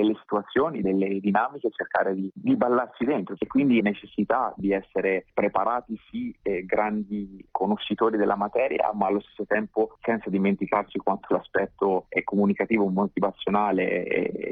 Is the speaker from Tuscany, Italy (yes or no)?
yes; Tuscany, Italy; moved away as an adult; also born or lived in Istanbul, Turkey; now in Alanya, Turkey; Io sono toscano e Viareggio è 30 chilometri distante da dove sono nato e da dove sono cresciuto